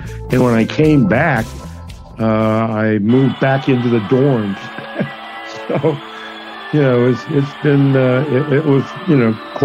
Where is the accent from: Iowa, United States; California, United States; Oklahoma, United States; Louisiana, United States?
California, United States; Oakland; now in San Francisco, United States; I've been here since I moved over from Oakland, where I grew up, and moved over to San Francisco when I went to San Francisco State, and moved into the dorms in 1972.